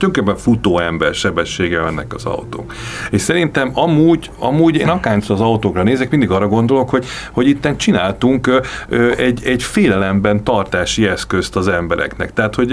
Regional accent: Budapest, Hungary; a budai környéken, ahol én felnőttem

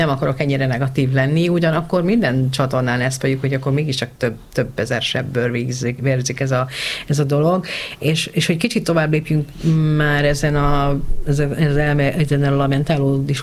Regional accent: Hungary

